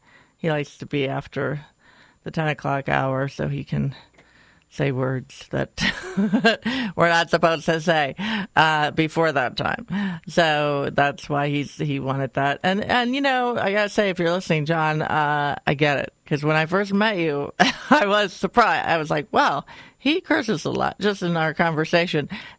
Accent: Cincinnati, Ohio, United States; She moved to Cincinnati, my hometown, by the way.

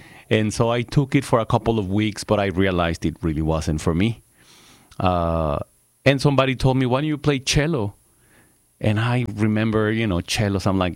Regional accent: Torreón, Coahuila, Mexico; moved away; I remember growing up in Torreón, next to Lerdo, sister city, by the way.

